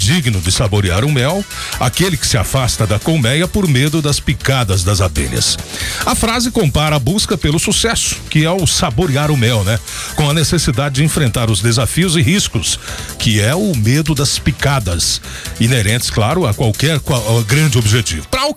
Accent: Ceará, Brazil; born there; now in Anápolis, Brazil; Eu, por exemplo, nasci em Séries.

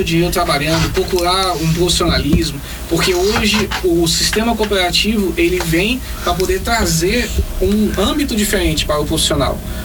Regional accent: Rio de Janeiro, Brazil; now in Anápolis, Brazil; eu vim do Rio de Janeiro, cheguei aqui em Anápolis em 2013

